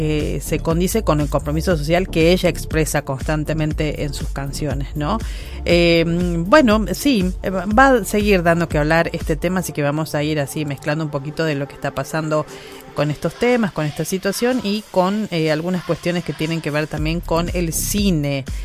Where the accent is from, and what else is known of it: Argentina